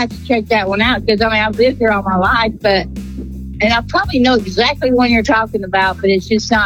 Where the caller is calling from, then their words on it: Sugar Hill, Georgia, United States; from Sugar Hill.